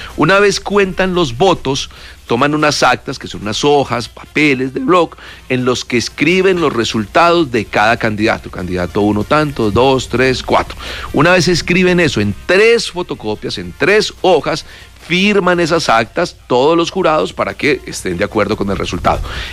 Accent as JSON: {"language": "Spanish", "country": "Colombia", "said": "ustedes y yo somos colombianos"}